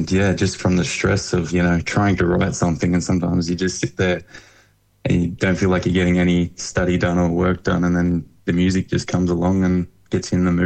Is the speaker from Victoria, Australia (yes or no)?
yes; Lakes Entrance, Victoria, Australia; I grew up in Lakes Entrance on the edge of the world there in Victoria, on the beach in the country.